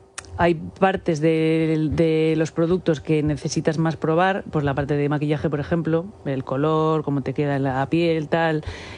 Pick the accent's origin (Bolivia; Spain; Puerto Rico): Spain; Zaragoza, Aragon; yo recuerdo, yo que soy de Zaragoza, había una tienda que solo hacían